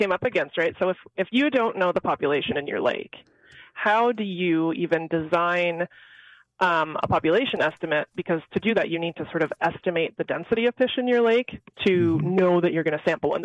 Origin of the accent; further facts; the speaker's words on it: Ontario, Canada; I'm actually Canadian. Yeah, I picked up on that, yeah. Yeah. So I grew up in the Great Lakes, a small little town on Manitoulin Island in the north shore of Lake Huron.